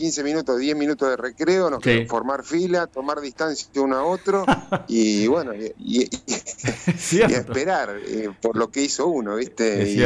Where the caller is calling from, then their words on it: Buenos Aires, Argentina; De acá, de Capital, Capital Federal.